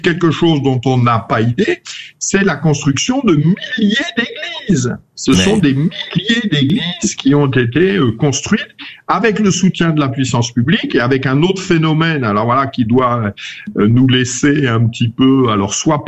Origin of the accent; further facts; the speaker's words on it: Rennes, Brittany, France; je suis de Rennes